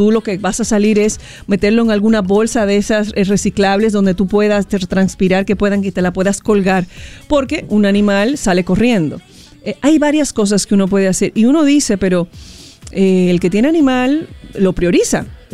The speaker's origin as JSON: {"language": "Spanish", "country": "Dominican Republic", "said": "Nosotros, como República Dominicana, somos un país que estamos en un punto drástico en temas geológicos"}